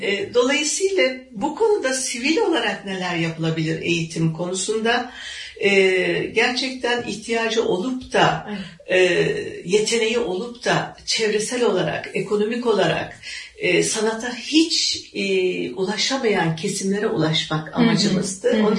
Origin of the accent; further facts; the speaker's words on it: Gaziantep, Turkey; born there; Bir şeyde ben Gaziantep doğumluyum ve devlet okullarında okudum.